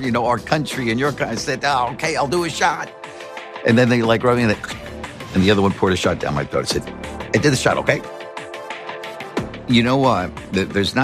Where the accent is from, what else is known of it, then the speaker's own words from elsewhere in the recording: Long Island, New York, United States; I grew up blue collar on Long Island